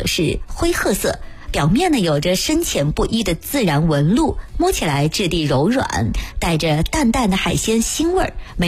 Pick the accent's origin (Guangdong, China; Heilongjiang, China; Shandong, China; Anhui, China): Anhui, China; Hefei; 咱们合肥人